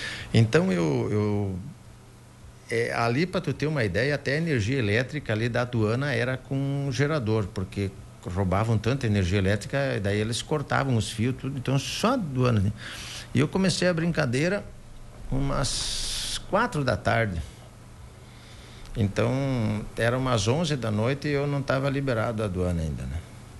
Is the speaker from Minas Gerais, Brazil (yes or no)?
no; Pinhalzinho, Santa Catarina, Brazil; E na última viagem me perguntaram de onde é que eu era, eu disse, não, sou de Pinhalzinho.